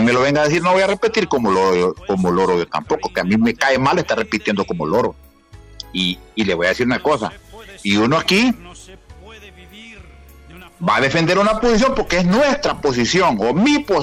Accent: Honduras; Si soy un hondureño común y corriente, hombre.

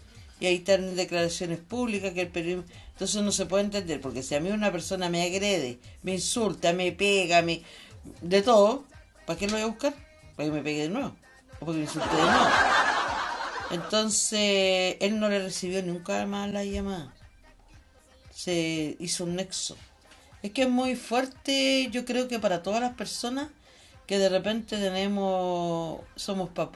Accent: Chile; somos chilenos

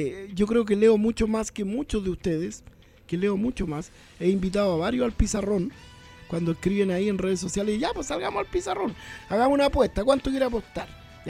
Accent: Chile; Nos va bien a todos los chilenos.

